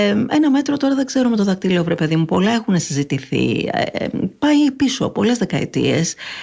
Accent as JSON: {"language": "Greek", "town": "Athens", "region": "Attica", "country": "Greece", "said": "εντάξει, όπως το σκέφτομαι κι εγώ, σαν Αθηναία."}